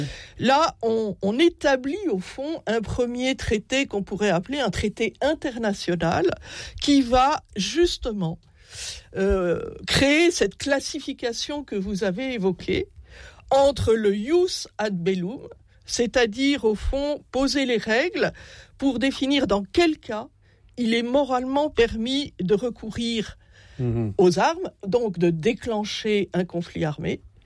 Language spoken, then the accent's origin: French; France; parce que nous sommes français